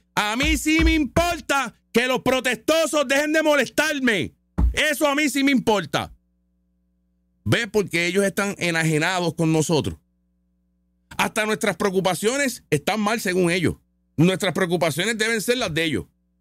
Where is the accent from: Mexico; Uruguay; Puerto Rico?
Puerto Rico